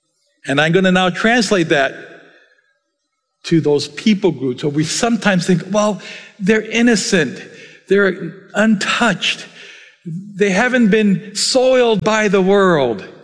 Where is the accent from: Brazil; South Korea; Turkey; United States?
South Korea; I mean, I'm speaking as a Korean, sorry. As an American, well, I don't need to tell of the evils of the world